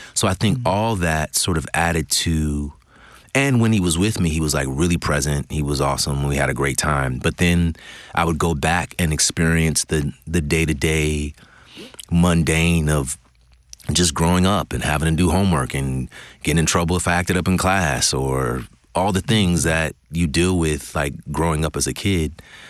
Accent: California, United States; born or raised there

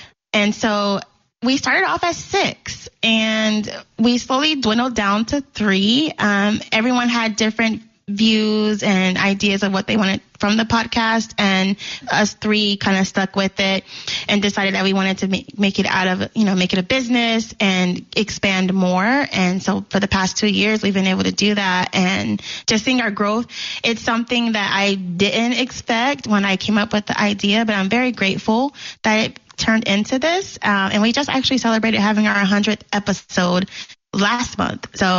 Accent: Georgia, United States; So I'm originally from Georgia

